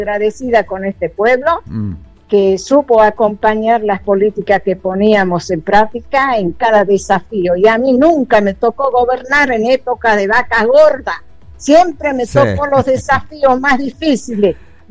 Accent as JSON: {"language": "Spanish", "town": "Joaquín V. González", "region": "Salta", "country": "Argentina", "tie": "born or raised there", "said": "Nací, crecí en este pueblo, amo a mi pueblo."}